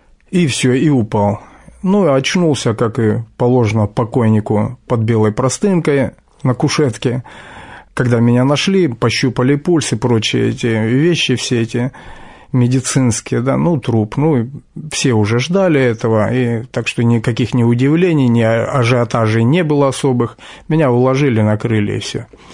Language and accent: Russian; Chernogorsk, Khakassia, Russia; Сам я из Сибири. Есть такой район, Республика Хакасия. И вот в Черногорском детдоме-интернате я воспитывался, вырос.